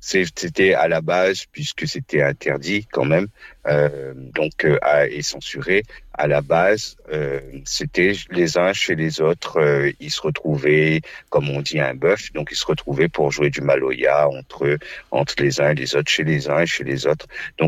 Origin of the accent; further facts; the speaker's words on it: Réunion; first language Réunion Creole; French is a second language; c'est notre langue natale. Et effectivement, l'un de ces messages, on va dire, c'est vrai que on est français, aucun problème, mais on a aussi une autre particularité à nous de parler aussi une autre langue, qui est un mélange de plusieurs langues, le créole réunionnais.